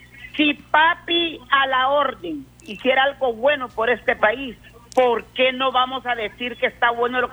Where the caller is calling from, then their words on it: Honduras; sí soy hondureña.